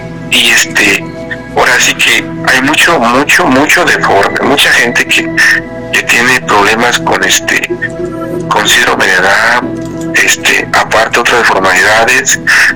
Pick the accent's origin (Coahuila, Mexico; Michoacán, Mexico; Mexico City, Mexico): Mexico City, Mexico; Yo trabajo en la policía, en la noche. Soy de Ciudad de México.